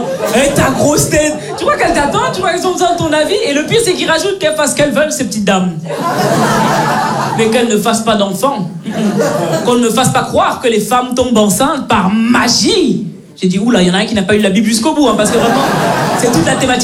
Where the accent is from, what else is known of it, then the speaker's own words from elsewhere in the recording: Belgium; Moi, je suis née et j'ai grandi en Belgique.